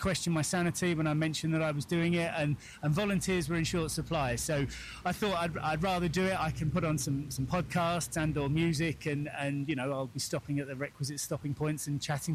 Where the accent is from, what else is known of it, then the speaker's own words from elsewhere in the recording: London, United Kingdom; And you can tell from my accent, I'm from London parts.